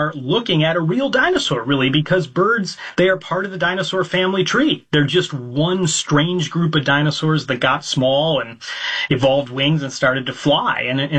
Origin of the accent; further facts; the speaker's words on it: Ottawa, Illinois, United States; now in Scotland, United Kingdom; I'm joining you from Scotland, where I live, but I grew up in Illinois, out in farm country in Ottawa, Illinois.